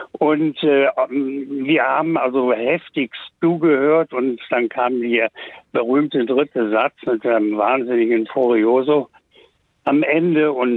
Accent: Wuppertal, North Rhine-Westphalia, Germany; Aber da bin ich dann nochmal in meiner Heimatstadt Wuppertal gewesen

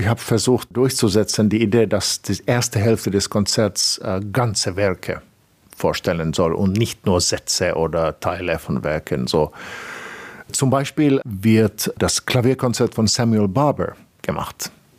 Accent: Finland; German is a second language; moved away as an adult; now in England, United Kingdom; für mich als Finne

